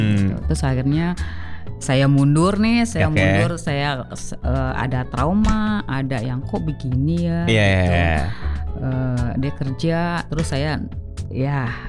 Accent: Java, Indonesia; now in Jakarta, Indonesia; saya orang Jawa, suka dengan filosofi Jawa.

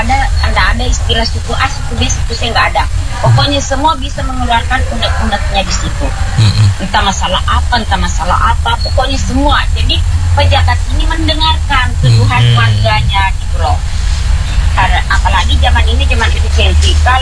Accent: East Kalimantan, Indonesia; Karena kami ini dari Kaltim ini bukan cuma satu suku.

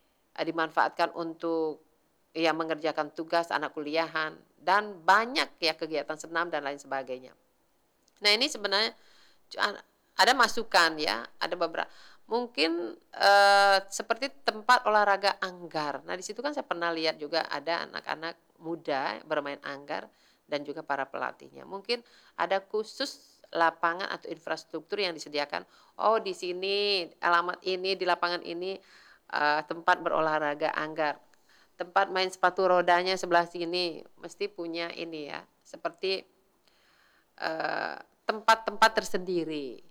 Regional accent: Indonesia; Kalau seperti di kampung saya itu kegiatan olahraga yang menonjol itu ini ya, voli putra-putri.

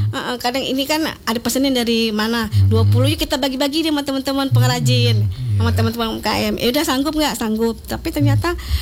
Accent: Lampung, Indonesia; kita ya orang Lampung yang ngebangkitin ininya

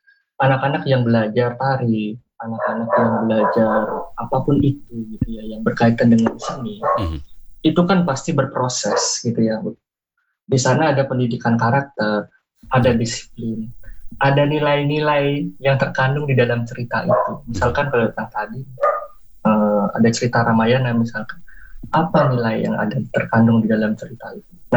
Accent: Bali, Indonesia; Misalkan saya orang Bali

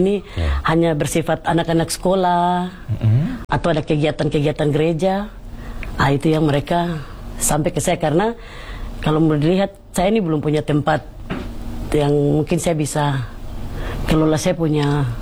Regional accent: Papua, Indonesia; kami orang Papua.

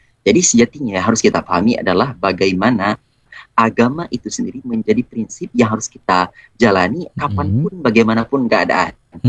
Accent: Aceh, Indonesia; saya sendiri adalah berasal dari Dewantara, Gurung Kukuh, Aceh Utara, dan tentunya kegiatan sehari-hari saya masih di lingkungan daerah

